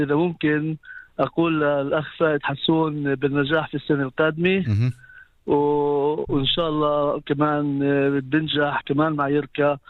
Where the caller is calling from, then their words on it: Isfiya, Haifa District, Israel; من عسفيا.